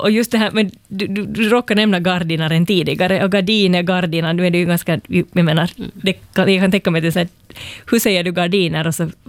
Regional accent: Finland; accent: Finland Swedish; Medan i min finlandssvenska så har vi bara ett ljud, man säger ful och dum.

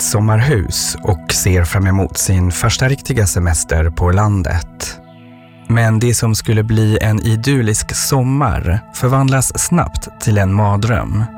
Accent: France; Swedish is a second language; moved away as an adult; now in Sweden; Jag är fransman och har vid den tiden nyligen flyttat till Sverige.

